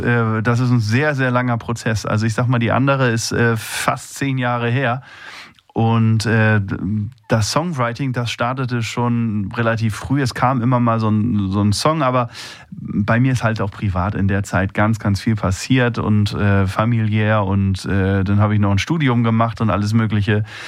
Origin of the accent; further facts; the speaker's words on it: Schleswig-Holstein, Germany; ich natürlich auch ein Kind der Nordsee bin. Und der Ostsee natürlich genauso